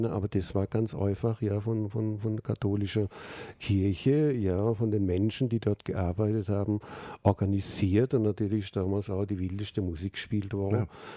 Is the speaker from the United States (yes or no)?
no; Salzburg, Austria; born there; also born or lived in Germany; Ich bin jetzt in Salzburg sozialisiert worden. Ich komme ursprünglich aus dem Deutschen.